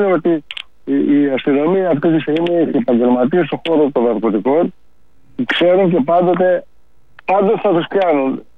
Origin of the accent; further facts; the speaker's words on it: Karditsa, Thessaly, Greece; Να σκεφτείτε στην Καρδίτσα, επειδή η πατρίδα μου το λέω